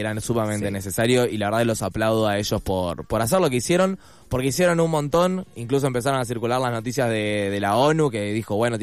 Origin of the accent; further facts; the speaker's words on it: Argentina; todos somos muy patriotas y muy argentinos, pero hay que acordarse que vivimos en este país